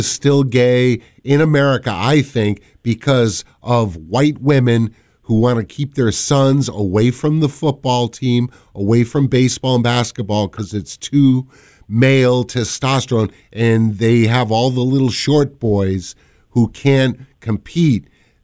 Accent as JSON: {"language": "English", "country": "United States", "said": "I'm an American."}